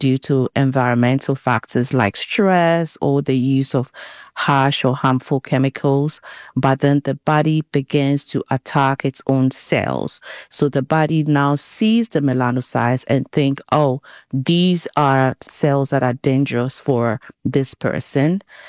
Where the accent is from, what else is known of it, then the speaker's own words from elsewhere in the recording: Ghana; I grew up in Ghana, West Africa, so I mean, it was really very obvious